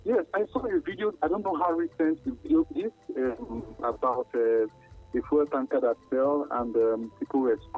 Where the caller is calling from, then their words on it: Canada; I'm calling from Canada.